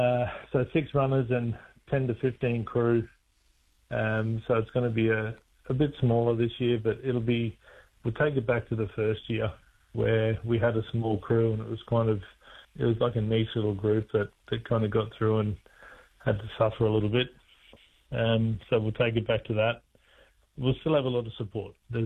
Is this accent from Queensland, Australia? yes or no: yes; Moranbah, Queensland, Australia; I grew up in Moranbah, and we would travel to Mackay up to 3 or 4 times a week for soccer, and my dad would coach in Moranbah and Mackay.